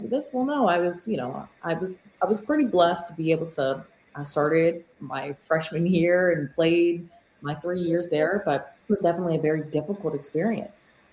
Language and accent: English; South Carolina, United States; moved away; I grew up in South Carolina.